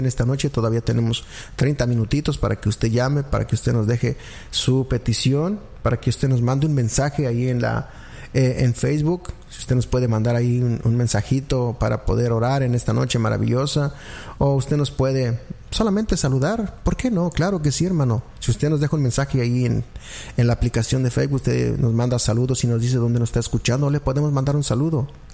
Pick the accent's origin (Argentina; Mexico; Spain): Mexico; Puebla; Yo soy de Puebla y estoy a 5 minutos del centro de convenciones de allá de Puebla.